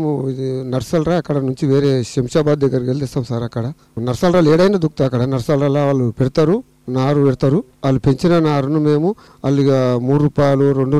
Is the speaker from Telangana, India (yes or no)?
yes; Ranga Reddy district, Telangana, India; మాది కందవాడ గ్రామం, చివల మండలం, రంగారెడ్డి జిల్లా.